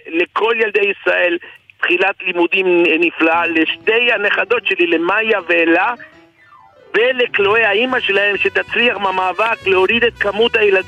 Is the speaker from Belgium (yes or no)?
no; Argentina; now in Israel; שאני מאוד אוהב בתור ארגנטינאי